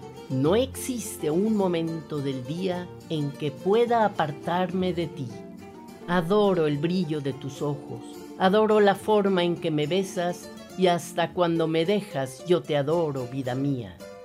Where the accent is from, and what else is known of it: Mexico